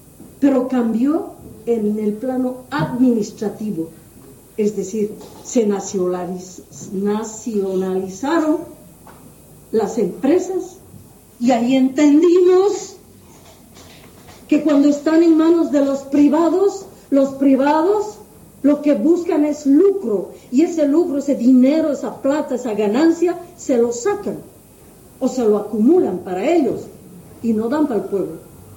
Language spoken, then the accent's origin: Spanish; Bolivia; mi pueblo antes del 2003, antes del 2006, era un tipo de Bolivia, donde los indios, las indias, bajábamos la cabeza, donde no teníamos orgullo de nuestra lengua, de nuestro idioma, de nuestro cuerpo, de nuestro color, de nuestro tamaño